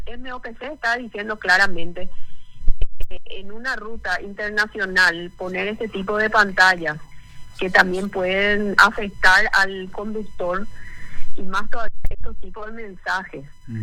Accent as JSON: {"language": "Spanish", "country": "Paraguay", "said": "nosotros, como pueblo paraguayo, el fútbol es la pasión del pueblo, del país."}